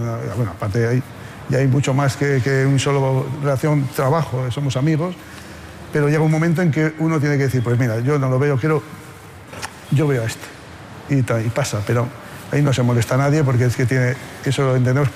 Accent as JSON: {"language": "Spanish", "town": "Haro", "region": "La Rioja", "country": "Spain", "tie": "born or raised there", "said": "porque yo en mi pueblo, en Haro, en La Rioja, era del Athletic Club de Bilbao, como aficionado."}